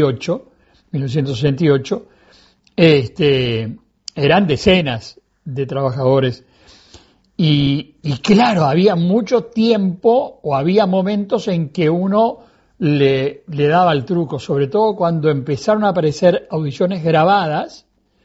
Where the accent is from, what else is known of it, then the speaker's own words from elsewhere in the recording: Montevideo, Uruguay; en la calle Juan Cruz Varela, donde nosotros nacimos, en Montevideo